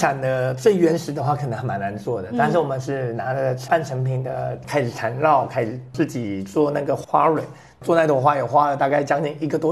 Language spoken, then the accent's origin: Chinese; Taiwan